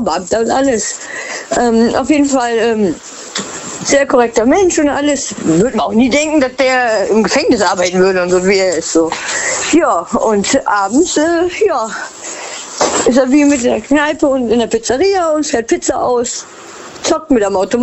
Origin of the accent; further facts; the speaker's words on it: Westerwald, Germany; Hi, aus Westerwald.